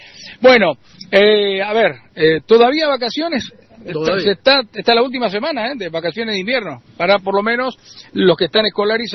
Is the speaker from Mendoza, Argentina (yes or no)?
no; Chaco, Argentina; Te ibas a Buenos Aires, del Chaco.